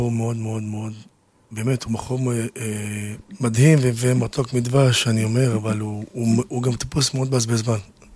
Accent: Tel Aviv, Tel Aviv District, Israel; אחד שבא מהשכונות, באתי מכפר שלם

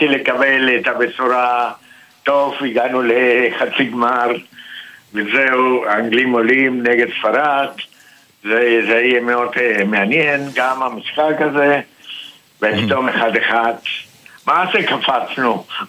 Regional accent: Argentina; אני ארגנטינאי.

